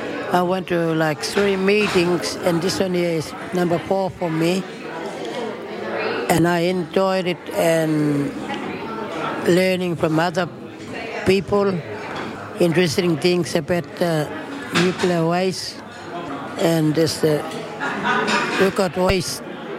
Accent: Yalata, South Australia, Australia; I came from Yalata.

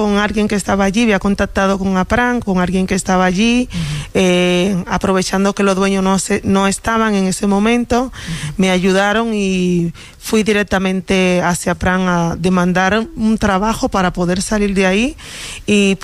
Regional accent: Dominican Republic; now in Spain; yo soy de origen dominicano. Uh-huh. Y llegué aquí a España en el 2021

